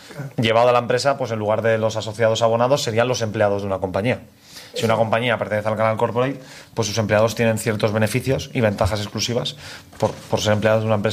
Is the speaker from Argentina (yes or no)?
no; Valencia, Valencian Community, Spain; yo no soy de Alcoy, soy de Valencia